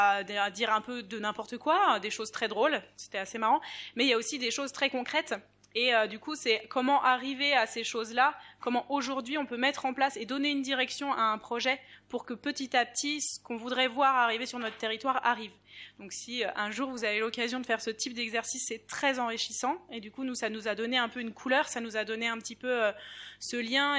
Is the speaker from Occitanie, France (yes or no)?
yes; Occitanie, France; Je viens du territoire de l'Aude et je travaille là-bas.